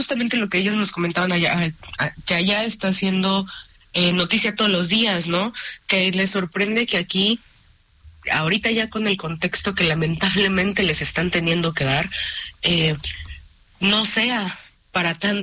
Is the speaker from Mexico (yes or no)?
yes; Mexico